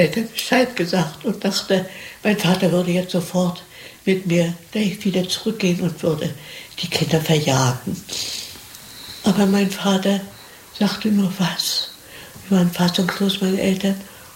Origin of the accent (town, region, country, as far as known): Germany